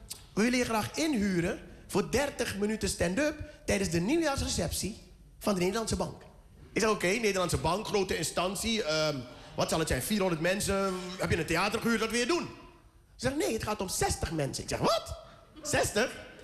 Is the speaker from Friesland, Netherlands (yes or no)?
no; Amsterdam, North Holland, Netherlands; Ik kom uit Amsterdam-West. Alles in Wassenaar is voor mij een kasteel.